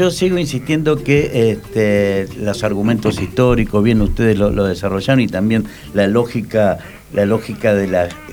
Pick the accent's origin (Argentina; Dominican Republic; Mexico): Argentina; Nos une como argentinos la causa de Malvinas.